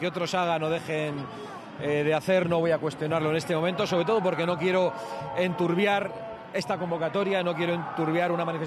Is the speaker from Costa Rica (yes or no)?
no; Spain